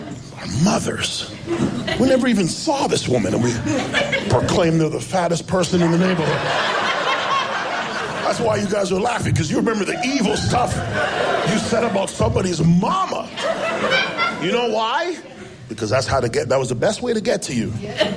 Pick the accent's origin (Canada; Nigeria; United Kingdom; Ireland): Canada; Toronto, Ontario; now in Las Vegas, United States; I'm from Toronto, Canada, but I live in Vegas.